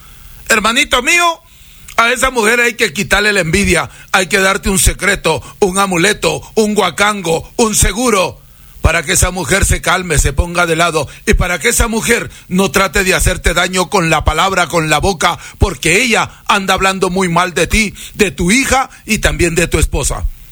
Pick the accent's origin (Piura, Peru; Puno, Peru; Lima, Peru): Piura, Peru; Huancabamba; now in Salcedo, Ecuador; soy peruano huancabambino bautizado en la Laguna Blanca, Laguna El Chimbe, Laguna El Toro, Laguna La Palangana.